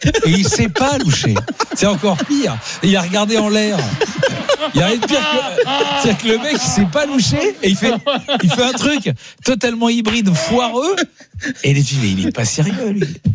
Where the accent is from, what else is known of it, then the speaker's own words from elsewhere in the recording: Paris, Île-de-France, France; j'ai passé un an et demi, un petit, je crois, CE2, CM1, dans un village dans le sud-ouest, et moi, je venais de Paris.